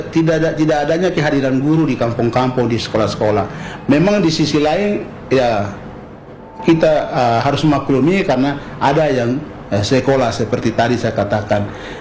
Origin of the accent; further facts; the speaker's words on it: Papua, Indonesia; khusus untuk kami orang Papua Indigo